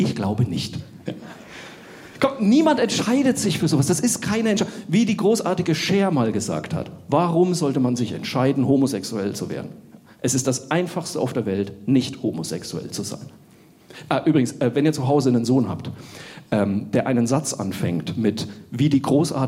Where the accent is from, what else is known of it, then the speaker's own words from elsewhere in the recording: Bavaria, Germany; now in Cologne, Germany; ich bin in Unterfranken auf dem Land aufgewachsen. Bei uns warst du schon Außenseiter, wenn du evangelisch warst.